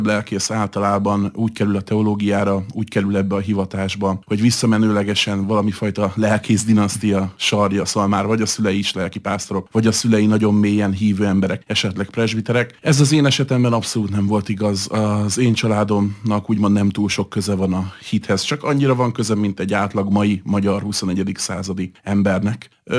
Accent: Hungary; főleg itt Európában magyarként

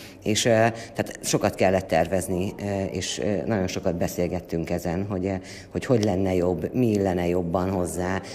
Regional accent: Kisújszállás, Jász-Nagykun-Szolnok, Hungary; Onnan jövünk, Kisújszállásról jövünk, ott élünk mind a ketten.

